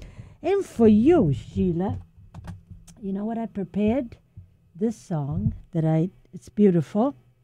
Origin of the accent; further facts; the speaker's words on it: Sicily, Italy; accent: Sicilian; scusate miei amici partenopei per la mia pronuncia siciliana.